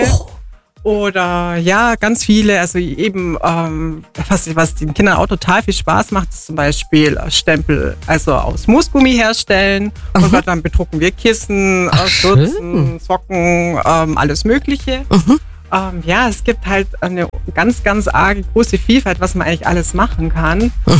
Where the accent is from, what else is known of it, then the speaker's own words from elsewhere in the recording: Bavaria, Germany; weil ich war auch eine Allgäuerin eben